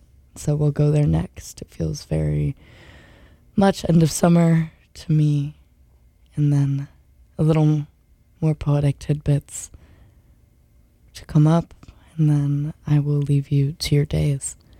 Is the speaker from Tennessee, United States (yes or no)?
yes; Nashville, Tennessee, United States; now in Brunswick, United States; my hometown indie radio station, WNXP, in Nashville.